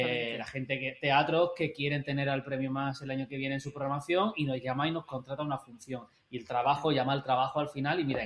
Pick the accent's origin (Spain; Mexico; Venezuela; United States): Spain; Andalusia; saber que somos los únicos andaluces junto con Sara Varas